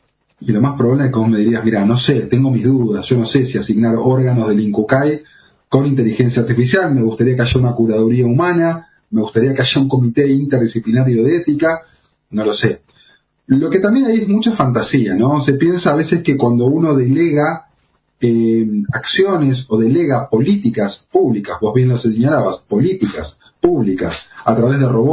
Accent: Argentina

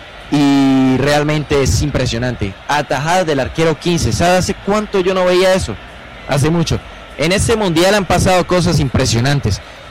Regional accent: Colombia; Pero yo, como ecuatoriano, si lo fuera, o en ese momento, claro, como colombiano, como periodista

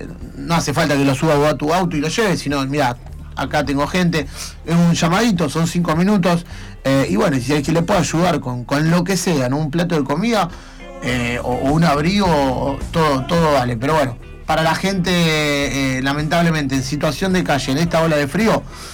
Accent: Argentina; Recordemos que somos argentinos

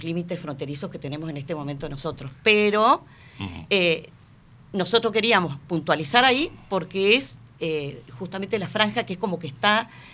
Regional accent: Basavilbaso, Entre Ríos, Argentina; Soy de Basavilbaso.

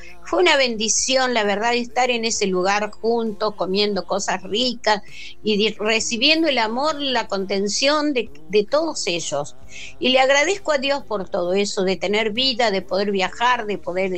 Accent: Buenos Aires, Argentina; moved away; pues yo soy de Palermo, de Villa Crespo

